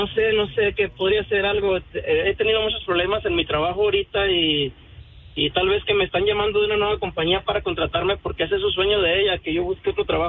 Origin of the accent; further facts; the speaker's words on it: Mapimí, Durango, Mexico; pueblo, de una ciudad que se llama Mapimí, Durango. Está cerca de Gómez Palacio y Torreón, Coahuila.